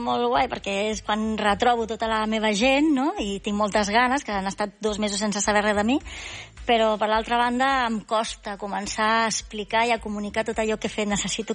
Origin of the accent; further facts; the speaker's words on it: Catalonia, Spain; dos que hi ha som catalans.